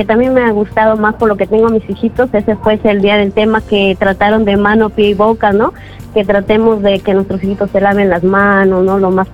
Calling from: Lima, Peru; Soy de Puente Piedra.

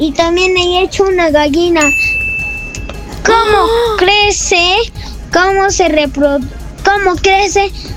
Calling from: Ayacucho, Peru; Soy … de Ayacucho.

